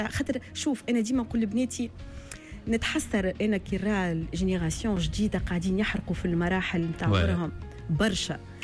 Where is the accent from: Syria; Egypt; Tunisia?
Tunisia; Tunis, Tunis Governorate; تولدنا في تونس وكبرنا في تونس وبابا مولود في تونس